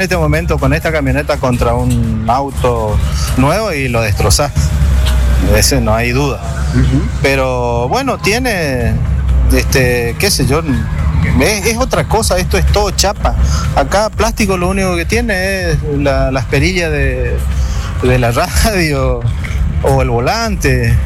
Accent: Barranqueras, Chaco, Argentina; de Barranqueras y bueno, esta camioneta está en la familia desde 0 kilómetros.

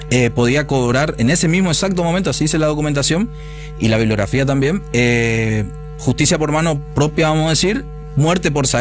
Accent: Corrientes, Argentina

